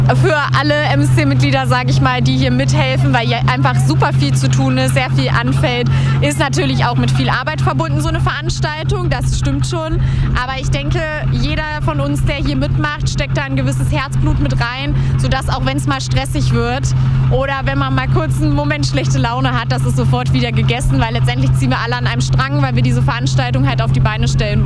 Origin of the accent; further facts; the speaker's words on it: Wendeburg, Lower Saxony, Germany; ich bin 16. Ich komme aus Wendeburg.